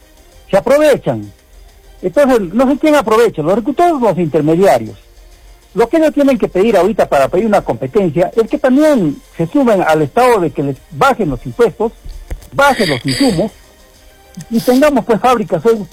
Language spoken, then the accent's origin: Spanish; Peru; disculpe, soy peruano, puedo apoyar.